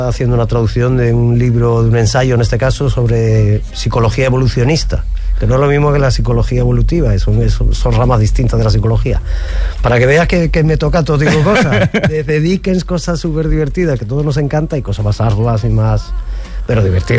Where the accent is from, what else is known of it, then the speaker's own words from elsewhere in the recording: Asturias, Spain; now in Huelva, Spain; llevo más de 20 años, ya me considero choquero y onubense. De aquí no me sacan. Volveré a Asturias cada poco